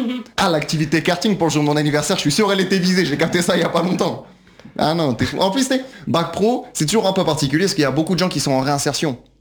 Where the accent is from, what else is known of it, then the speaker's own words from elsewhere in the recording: Brittany, France; Non, moi je suis breton, moi, à la base.